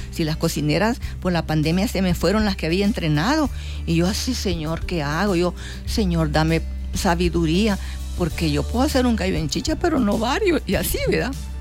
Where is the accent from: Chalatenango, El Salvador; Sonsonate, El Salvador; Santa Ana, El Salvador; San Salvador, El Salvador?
Santa Ana, El Salvador; Chalchuapa; born there; Yo nací en Chachuapa.